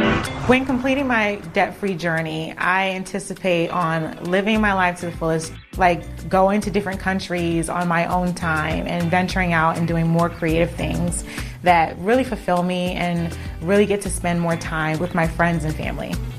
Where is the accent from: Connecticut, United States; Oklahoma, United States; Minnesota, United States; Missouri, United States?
Connecticut, United States; I am from Connecticut, born to a Jamaican father and a Black American mother.